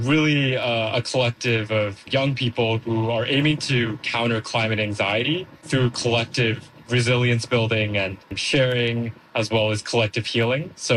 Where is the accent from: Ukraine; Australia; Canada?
Canada; Edmonton, Alberta